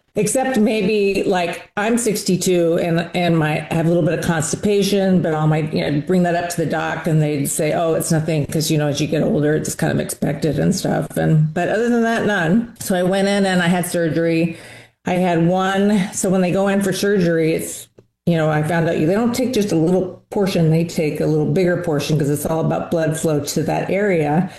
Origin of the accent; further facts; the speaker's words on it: Anchorage, Alaska, United States; I'm from Anchorage, Alaska. I'm a physician assistant. I work for the Department of Corrections here in Anchorage.